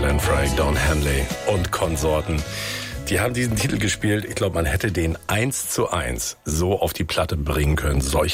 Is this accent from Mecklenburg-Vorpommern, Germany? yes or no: yes; Grimmen, Mecklenburg-Vorpommern, Germany; Heißt also, bei Überreichweite hätte ich in meiner Heimatstadt Grimm auch schon mal gucken können.